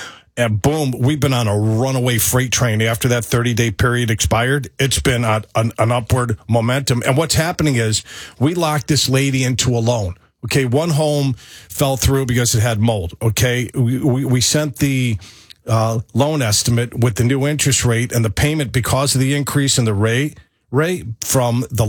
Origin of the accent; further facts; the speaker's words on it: New York, United States; born there; moved away; I was born in New York